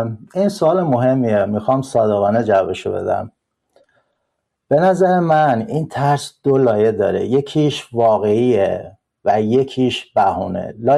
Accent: Kurdish regions of Iran, Iran; استانهای کردنشین سالهاست جز محروم ترین و بیکارترین استانها

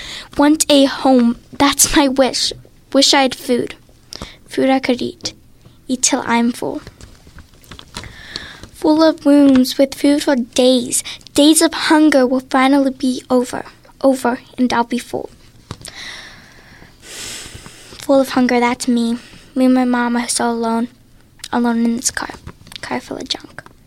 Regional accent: Pittsburgh, Pennsylvania, United States; I'm from the north side.

